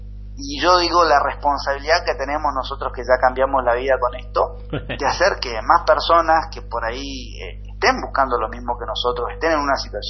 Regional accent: Machagai, Chaco, Argentina; yo soy de Manchagay

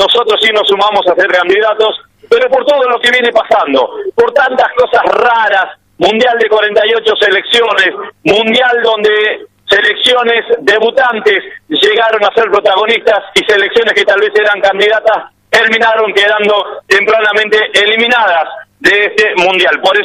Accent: Argentina; Somos todos argentinos.

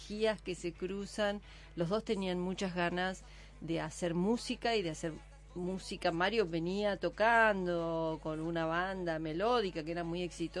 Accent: La Plata, Buenos Aires Province, Argentina; Yo en realidad soy platense.

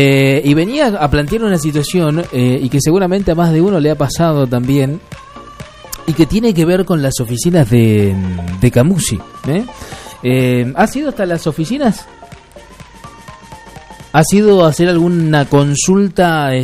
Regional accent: Junín, Buenos Aires Province, Argentina; ¿por qué tengo que ir a San Martín? Si yo soy de Junín

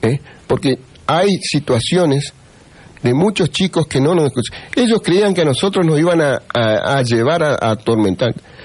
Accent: Vera, Santa Fe, Argentina; yo me crié en una familia en Vera, porque yo soy de Vera

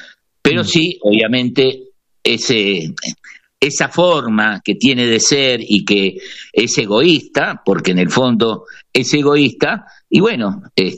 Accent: Argentina; De lo que somos los argentinos

